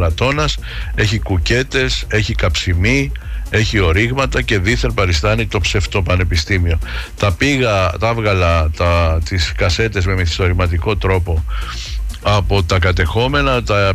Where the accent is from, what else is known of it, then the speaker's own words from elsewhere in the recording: Ikaria, North Aegean, Greece; οι Έλληνες της Ικαρίας που είναι το νησί μου